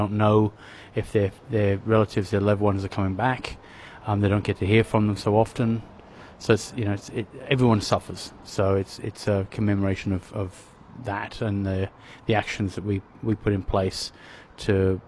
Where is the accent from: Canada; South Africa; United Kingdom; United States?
United Kingdom; Wales; now in Australia; So, I'm a Welshman originally.